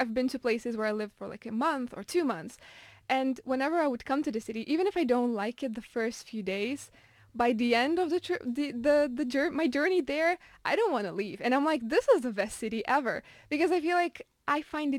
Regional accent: Lithuania; now in Gothenburg, Sweden; As I'm from Lithuania, I'm used to this weather. I'm used to the darkness, so it doesn't really bother me.

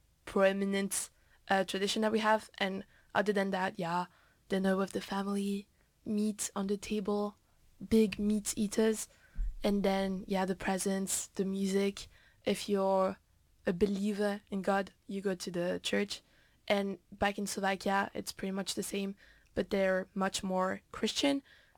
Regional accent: Belgium; moved away; Okay, so basically, I come from Belgium, right? But I celebrate Christmas in Slovakia

